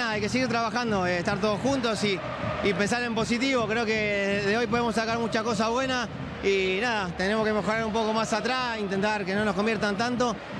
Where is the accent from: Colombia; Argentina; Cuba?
Argentina; pero obviamente como argentino me gustaría que siga.